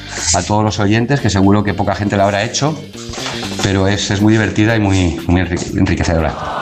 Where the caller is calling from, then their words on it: El Molar, Community of Madrid, Spain; del Molar, en Madrid, muy cerquita de vuestro estudio, en Sanse.